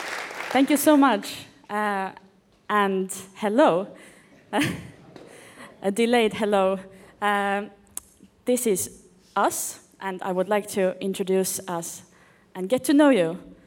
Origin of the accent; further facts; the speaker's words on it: Estonia; I come from Estonia. It's a land of... actually, I come from an island in Estonia, and it's filled with junipers.